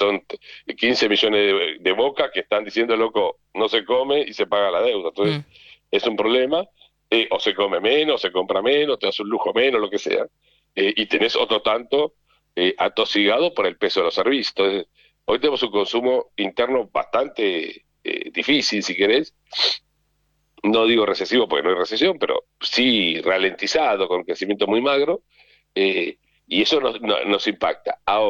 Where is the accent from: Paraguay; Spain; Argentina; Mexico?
Argentina